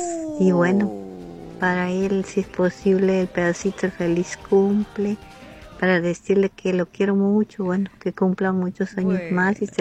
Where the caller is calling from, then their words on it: San Felipe, Santiago del Estero, Argentina; Estoy escuchando por acá por San Felipe.